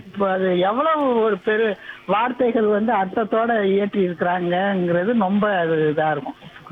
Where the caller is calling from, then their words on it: Chennai, Tamil Nadu, India; west மாம்பழம்